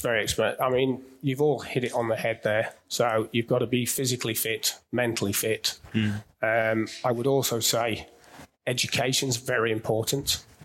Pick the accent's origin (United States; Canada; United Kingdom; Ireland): United Kingdom; England; moved away as an adult; now in Melbourne, Australia; I grew up in England and missed out on a chance when I was in my early 20s.